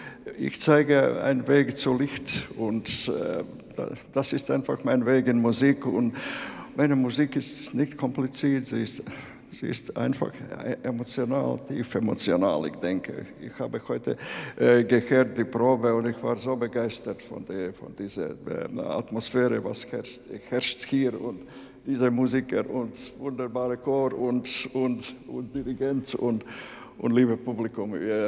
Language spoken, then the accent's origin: German; Aizpute, Kurzeme, Latvia; born there; German is a second language; in meinem Geburtsort in Lettland ein kleines Städtchen Aizputte